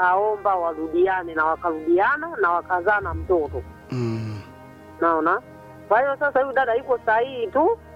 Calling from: Mafinga, Iringa, Tanzania

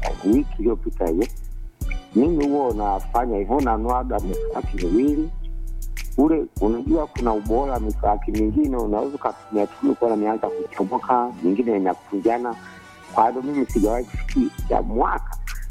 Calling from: Matungu, Kakamega County, Kenya; natokea pande za Matungu

